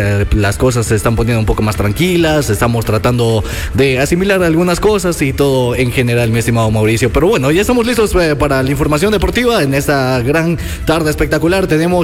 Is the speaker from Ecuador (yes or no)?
yes; Ecuador